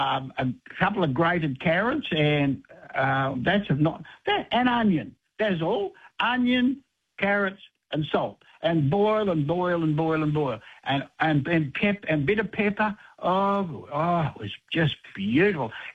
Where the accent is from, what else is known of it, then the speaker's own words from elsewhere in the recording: Tweed Heads, New South Wales, Australia; I remember when I grew up years ago in Tweed Heads, we always had this big pot on the wooden stove, and in it we had pippies.